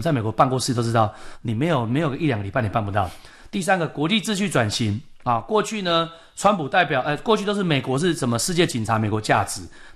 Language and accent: Chinese; Taiwan